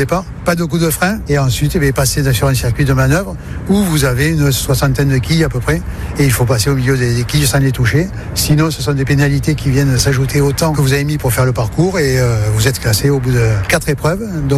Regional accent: Bordeaux, Nouvelle-Aquitaine, France; born there; Donc je suis né à Bordeaux il y a une soixantaine d'années.

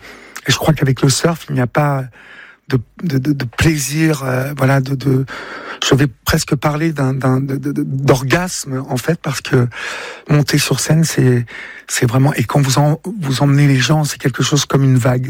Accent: Évreux, Normandy, France; moved away as an adult; j'ai grandi à Évreux, et Évreux est une ville extrêmement compliqué.

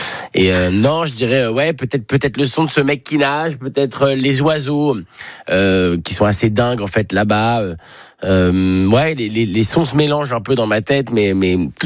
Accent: Paris, Île-de-France, France; Moi, j'ai passé beaucoup de temps près de la Méditerranée où, évidemment, j'ai grandi à Paris.

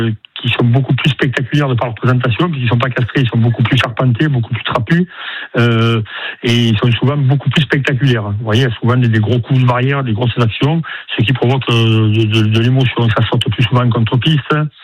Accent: Saint-Rémy-de-Provence, Provence-Alpes-Côte d'Azur, France; Moi, je suis originaire plutôt du côté de Saint-Rémy-de-Provence, où là-bas, il y a aussi des arènes, et des courses de taureaux, et des abrivados, des bandidos, des anciens.

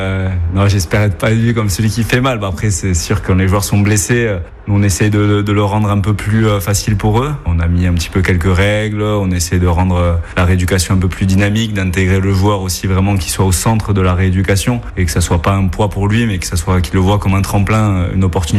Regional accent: Toulouse, Occitanie, France; moved away as an adult; also born or lived in Madrid, Spain; J'ai fait mes études en Espagne, à Madrid, et donc du coup c'est là où j'ai fait un peu de rugby mais à 15. Je suis originaire de Toulouse, donc quand je suis revenu à Toulouse après

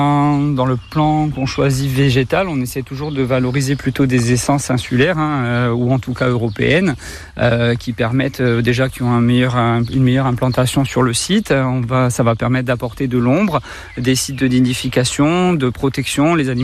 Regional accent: Corsica, France; moi je suis pas né en Corse, mais j'ai grandi en Corse. Je suis en Corse depuis la maternelle, hein, sur le Nebbio. Donc je suis originaire du Nebbio depuis tout petit. Ma famille du côté de ma mère étant de Farignolles.

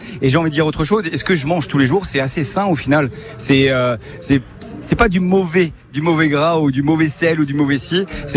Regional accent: Grand Est, France; Eh bien, jusqu'à chez moi en Alsace, j'ai envie de te dire.

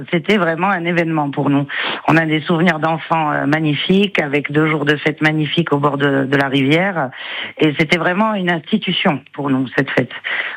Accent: Port-Sainte-Foy, Nouvelle-Aquitaine, France; Effectivement, moi, j'ai toujours grandi là, j'ai vécu là, et puis je suis encore là et j'y resterai jusqu'à la fin de.

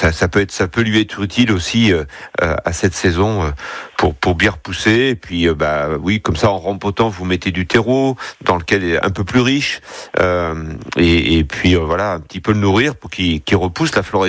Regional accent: Auvergne-Rhône-Alpes, France; chez nous en Drôme Ardèche.

